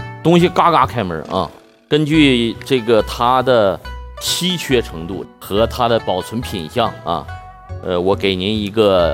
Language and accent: Chinese; China; 我们中国人